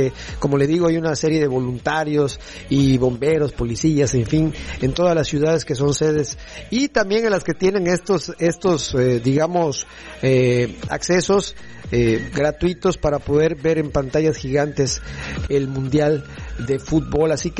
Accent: Mexico

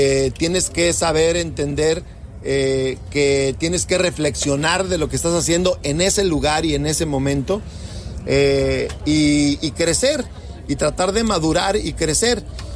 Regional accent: Mexico

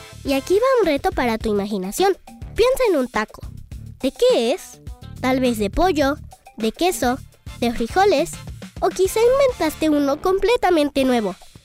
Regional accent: Mexico

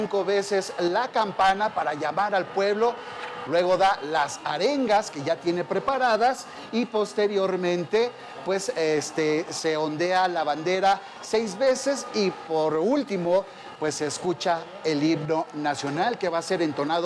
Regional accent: Mexico; Es que así somos los mexicanos.

